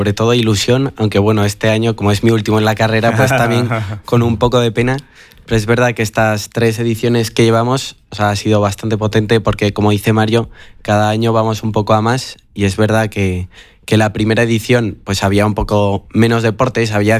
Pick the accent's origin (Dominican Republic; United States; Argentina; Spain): Spain; Pamplona, Navarre; soy de Pamplona